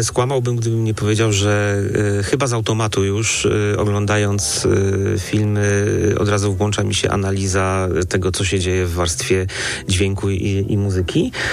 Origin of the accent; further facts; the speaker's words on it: Kraków, Lesser Poland, Poland; moved away; A ponieważ ja jestem z Krakowa, no to tym bardziej jest miło mi ruszyć w rodzinne strony.